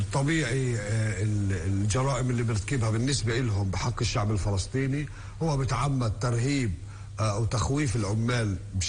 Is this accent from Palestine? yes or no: yes; Palestine; احنا كشعب فلسطيني بشكل عام